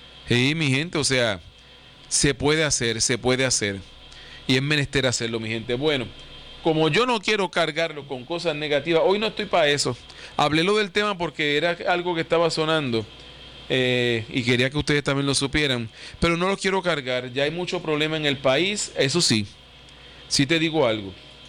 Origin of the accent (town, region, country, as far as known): Puerto Rico